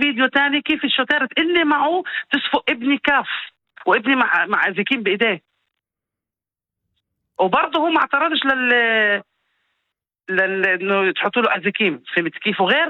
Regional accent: Haifa, Haifa District, Israel; اللي احنا انا بنت حيفا بحياتنا ما كان هيك إشي، ما كانش في فرق

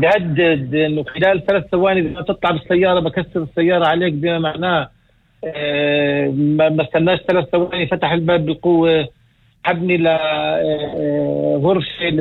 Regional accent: Palestine; احنا كفلسطينيين داخل اللي بنعبر الحواجز بشكل يومي بتعرض لإدلال بشكل كبير جدا.

